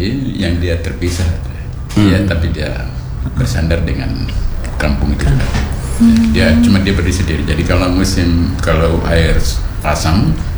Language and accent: Indonesian; Maluku, Indonesia; di kampung saya di Ureng